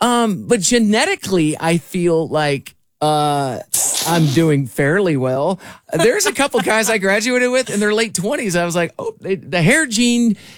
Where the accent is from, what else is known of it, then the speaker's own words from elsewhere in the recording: DeWitt, Iowa, United States; moved away; Guys, I'm old. My 25th class reunion's coming up at the end of this month in DeWitt, Iowa, my hometown. That's Eastern Iowa